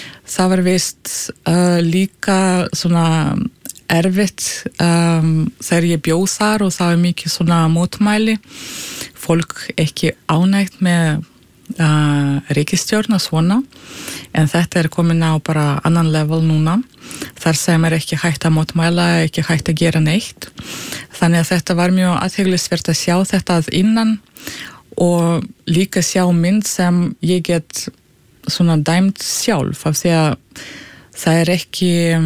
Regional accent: Russia; Icelandic is a second language; now in Iceland; þegar ég var lítil þetta var mjög gefandi líka að sjá heimalandið mitt upp á nýtt í öðru ljósi

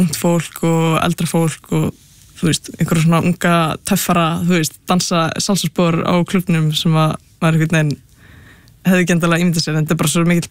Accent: Capital Region, Iceland; Ég úlst upp bara, hérna, bara á höfburgarsveðinu, sko.

